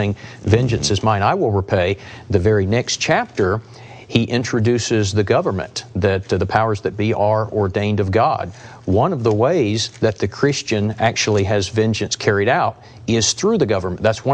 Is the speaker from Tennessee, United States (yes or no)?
no; Charleston, South Carolina, United States; I particularly feel the pain, being my hometown.